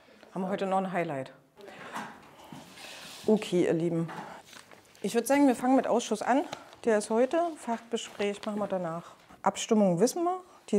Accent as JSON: {"language": "German", "town": "Merseburg", "region": "Saxony-Anhalt", "country": "Germany", "said": "Ich komme ja ursprünglich aus Merseburg, habe also mit Buna und Schkopau mein ganzes Leben lang quasi irgendwie zu tun gehabt."}